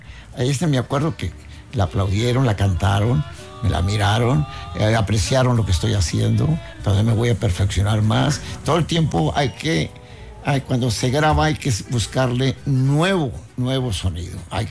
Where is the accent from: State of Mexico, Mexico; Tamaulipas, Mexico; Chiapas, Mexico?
Tamaulipas, Mexico; Nuevo Progreso; Yo soy nacido en Veracruz y Progreso, Tamaulipas.